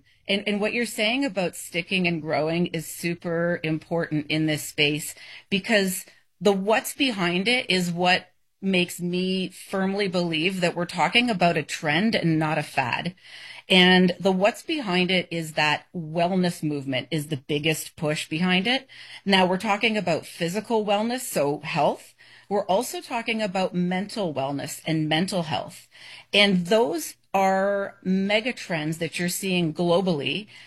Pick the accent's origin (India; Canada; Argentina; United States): Canada; I'm from Canada